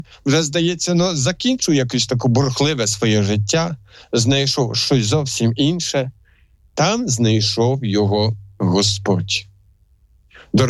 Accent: Poland; now in Ukraine; хоч я сам поляк

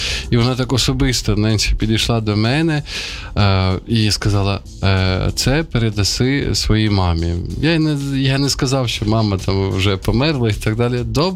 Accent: Sumy, Sumy Oblast, Ukraine; moved away; буквально тільки вчора повернувся ввечері із Сум, моє рідне місто, там мої батьки також поховані.

